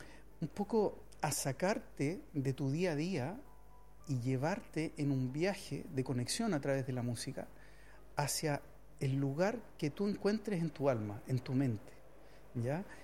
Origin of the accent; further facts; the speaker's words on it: Santiago, Santiago Metropolitan Region, Chile; nacido y criado de Santiago.